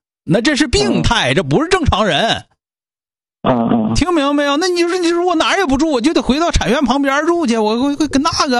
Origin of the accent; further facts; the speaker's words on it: Northeast China, China; 你说如果你爱人也听我节目的话，也是咱们东北人的话啊